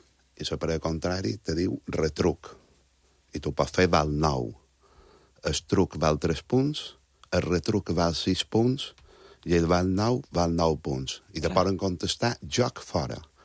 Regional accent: Montuïri, Balearic Islands, Spain; un joc tradicional que tenim al meu poble, que és Montuïri

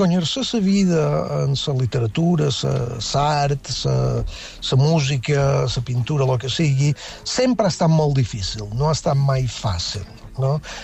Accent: Felanitx, Balearic Islands, Spain; now in New York, United States

